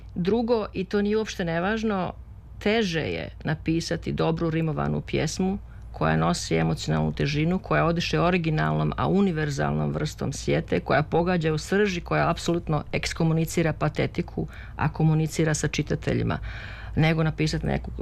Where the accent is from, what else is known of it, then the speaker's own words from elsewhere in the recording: Prijedor, Republika Srpska, Bosnia & Herzegovina; narod će izvati starim curama ili već kako to se kaže kod mene gdje sam odrasla u Prijedoru.